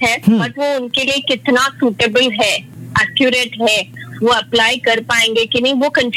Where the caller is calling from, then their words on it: Mumbai, Maharashtra, India; मैं अमची मुंबई से हूँ।